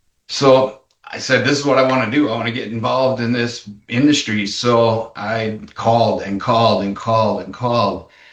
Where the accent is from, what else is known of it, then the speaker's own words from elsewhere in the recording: Manitowoc County, Wisconsin, United States; Well, I grew up pretty poor in Manitowoc County.